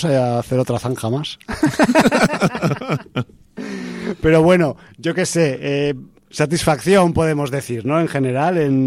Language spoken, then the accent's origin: Spanish; Aragon, Spain; yo no soy hijo de la Gran Bretaña, ni lo seré nunca porque soy hijo de Aragón